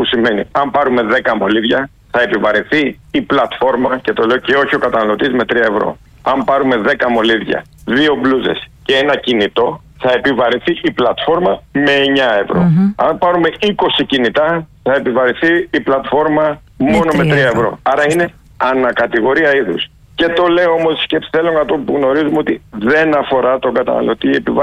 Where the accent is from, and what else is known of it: Greece